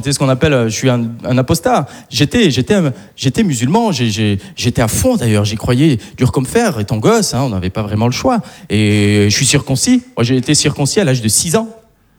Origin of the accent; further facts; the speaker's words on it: Algeria; Et je le dis d'ailleurs allègrement que je suis algérien